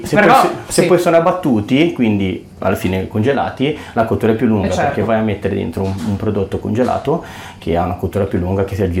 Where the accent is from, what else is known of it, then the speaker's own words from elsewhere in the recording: Liguria, Italy; Il vantaggio è che i nostri vecchi facevano, da buon liguri, facevano due piatti in uno.